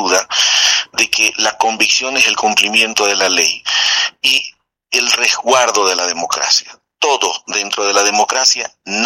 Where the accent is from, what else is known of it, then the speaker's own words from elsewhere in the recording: Bolivia; Nosotros hemos, como bolivianos, todo el pueblo boliviano ha hecho un gran sacrificio para resguardar las vidas